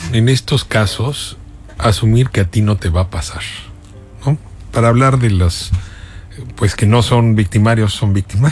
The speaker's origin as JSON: {"language": "Spanish", "country": "Mexico"}